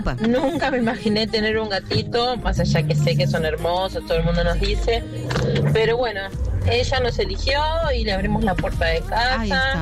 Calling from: Bernal, Buenos Aires Province, Argentina; de Bernal.

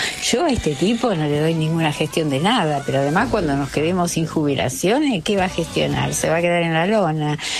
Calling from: Buenos Aires, Argentina; les mando un abrazo … de Balvanera.

